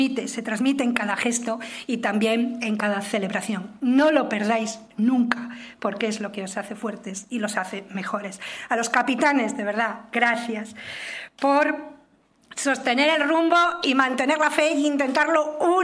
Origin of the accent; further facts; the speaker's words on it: Cantabria, Spain; Sin complejos, con mucha humildad, como somos nosotros los cántabros, pero sin complejos